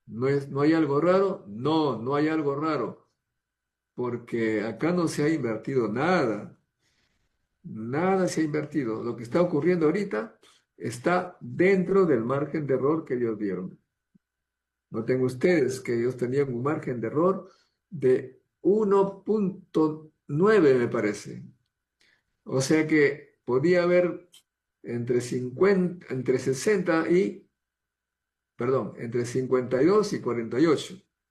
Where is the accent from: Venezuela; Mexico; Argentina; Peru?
Peru; moved away; Yo, menos mal que soy serrano, me voy a mi tierra